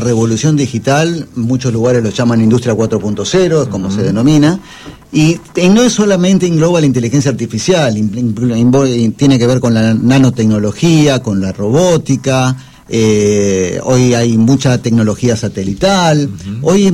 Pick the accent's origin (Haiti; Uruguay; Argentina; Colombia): Argentina; nosotros estábamos 5 años como Argentina